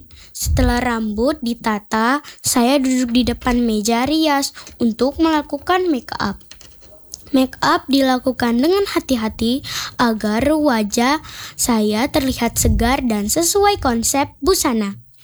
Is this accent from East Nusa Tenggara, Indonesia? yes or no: yes; East Nusa Tenggara, Indonesia; born there; melalui fashion show ini saya belajar untuk mencintai dan membanggakan budaya tanah kelahiran saya, Nusa Tenggara Timur.